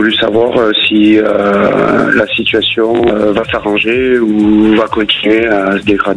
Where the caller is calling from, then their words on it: Landes, Nouvelle-Aquitaine, France; Je vous appelle des Landes.